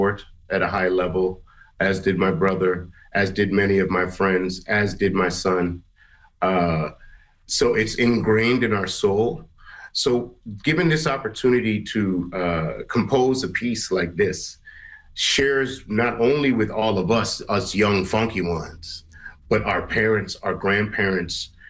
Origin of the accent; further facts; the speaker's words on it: Guyana; now in Canada; I'm from Guyana, so and … I'm mixed.